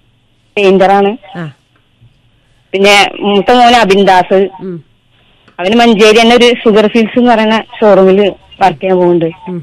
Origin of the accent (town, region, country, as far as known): Vandoor, Kerala, India; now in Mankada, India